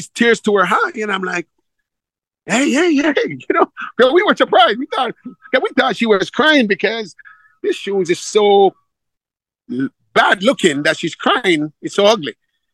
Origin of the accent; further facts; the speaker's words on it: Jamaica; I'm from Jamaica.